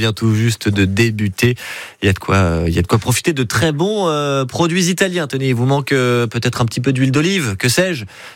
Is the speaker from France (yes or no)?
yes; Grand Est, France; C'est un débat régulier chez nous en France et en Alsace.